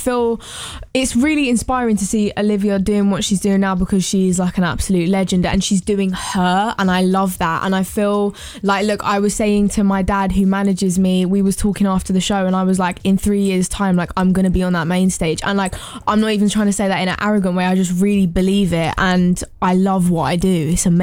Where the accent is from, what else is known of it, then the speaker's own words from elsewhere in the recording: London, United Kingdom; I am a Londoner born and raised